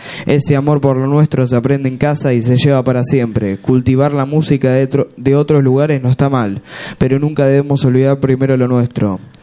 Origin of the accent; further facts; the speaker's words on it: Argentina; Como argentino, no nos da orgullo sa